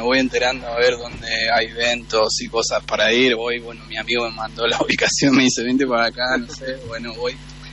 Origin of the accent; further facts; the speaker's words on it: Buenos Aires, Argentina; Ah, vivo acá, pero soy de Buenos Aires.